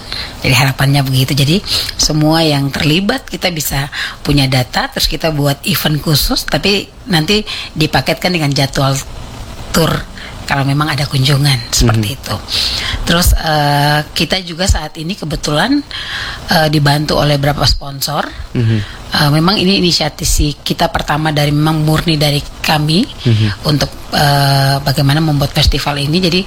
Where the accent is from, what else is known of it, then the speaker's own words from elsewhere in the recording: Southwest Papua, Indonesia; kita saat ini lagi berupaya untuk menghimpun komunitas-komunitas kami orang Moi supaya tidak jalan sendiri-sendiri.